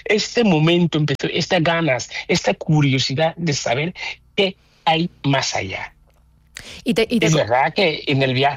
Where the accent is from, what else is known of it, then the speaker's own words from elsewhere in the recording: Ghana; now in Barcelona, Spain; llevo más años viviendo aquí en Cataluña y en Barcelona que en Ghana, en mi país natal.